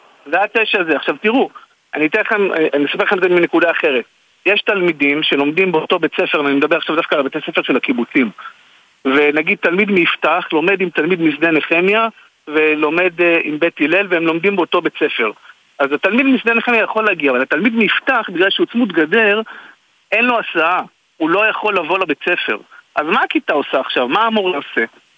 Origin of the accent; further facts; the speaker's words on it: Kiryat Shmona, Northern District, Israel; also born or lived in Herzliya, Israel; אני גדלתי ונולדתי וגדלתי בקריית שמונה, יצאתי החוצה, גרתי 10 שנים בהרצליה במרכז, למדתי, התפתחתי